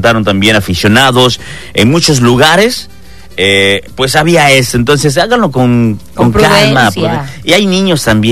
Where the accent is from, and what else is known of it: Mexico